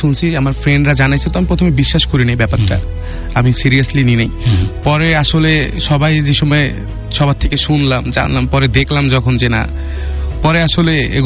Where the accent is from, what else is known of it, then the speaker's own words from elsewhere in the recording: Khulna, Khulna Division, Bangladesh; now in Pallabi, Mirpur, Dhaka, Bangladesh; তো আমার আসলে বেড়ে ওঠা হয়েছে খুলনাতেই, আমি হচ্ছে খুলনাতেই বড় হয়েছি